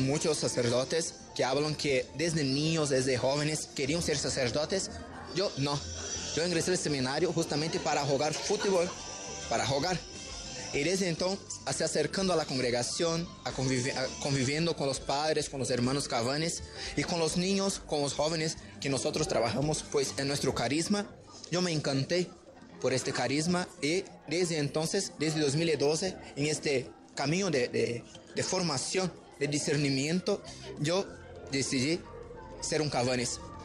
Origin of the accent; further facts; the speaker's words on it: Paraná, Brazil; moved away; Yo soy natural de Brasil, del estado de Paraná.